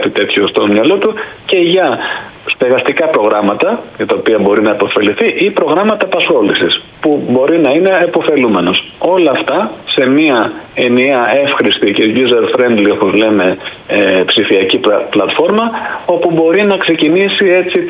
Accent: Sparta, Peloponnese, Greece; κατάγομαι από τη Σπάρτη.

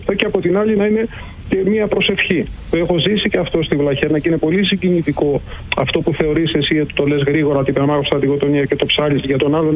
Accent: Tripoli, Peloponnese, Greece; στη Τρίπολη, που είναι η πατρίδα μου

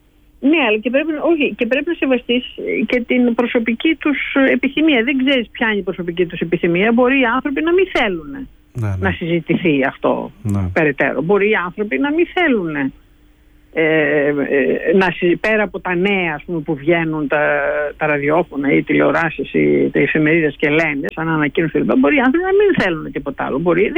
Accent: Greece; now in Dublin, Ireland; σαν Έλληνες

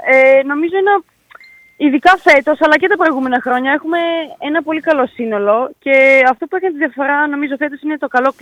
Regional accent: Agrinio, Western Greece, Greece; μέσα στο σπίτι μου, στην πόλη μου, εδώ που μεγάλωσα

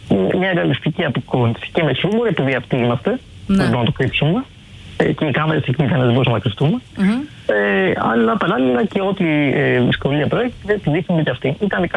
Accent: Athens, Attica, Greece; Ναι, ναι, εγώ είμαι Αθηναίος, εγώ είμαι από το Μουτινί.

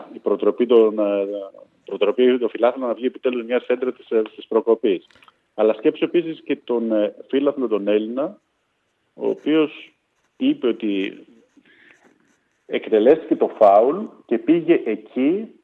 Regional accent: Kavala, Eastern Macedonia and Thrace, Greece; γιατί είμαι από την Καβάλα

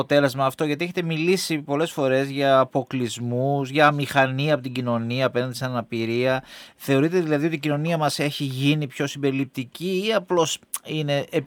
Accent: Greece; μπορώ να ψηφίσω ως Έλληνας.

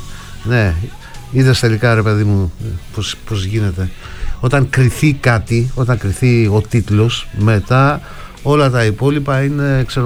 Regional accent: Serres, Central Macedonia, Greece; Λόγω του γεγονότος ότι είμαι από τις Σέρες, ας πούμε, λέω ότι είμαι πανσεραϊκός.

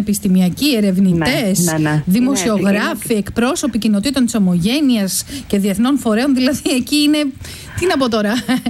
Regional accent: Thessaly, Greece; Και εγώ λίγο πιο γίνει... δίπλα από τα Τρίκαλα.

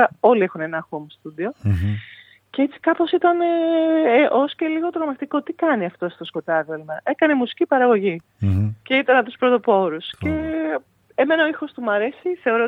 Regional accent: Athens, Attica, Greece; born there; Εγώ που γεννήθηκα στην Αθήνα και μένω στην Αθήνα, λυπηθείτε με τώρα

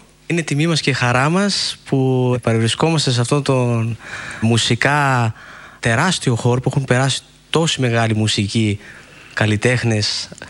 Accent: Zitsa, Epirus, Greece; Είμαι από τη Ζήτσα, τα χωριά της Ζήτσας

